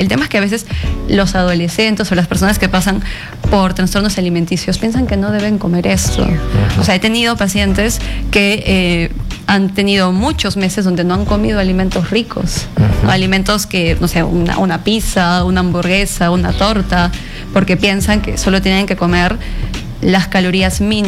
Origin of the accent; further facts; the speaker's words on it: Arequipa, Peru; yo soy de Arequipa.